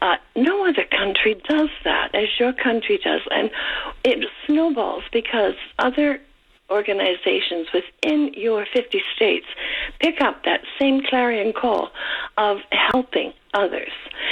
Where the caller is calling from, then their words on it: Niagara-on-the-Lake, Ontario, Canada; And I'm not in Niagara Falls. I'm Niagara-on-the-Lake.